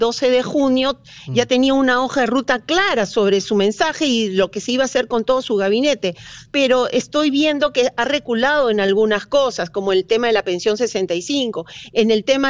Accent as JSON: {"language": "Spanish", "country": "Peru", "said": "realmente no quisiera que pasara esto en mi país."}